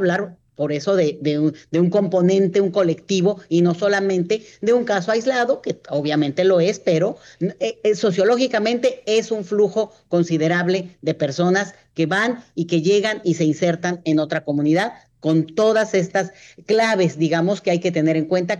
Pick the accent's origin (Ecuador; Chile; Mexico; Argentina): Mexico; y nos incluye como mexicanos, el país de más inmigración migratoria del planeta